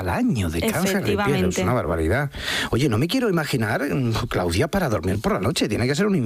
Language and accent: Spanish; Málaga, Andalusia, Spain; Pues imagínate yo que soy de Málaga, acostumbrado a tener el mar cerquita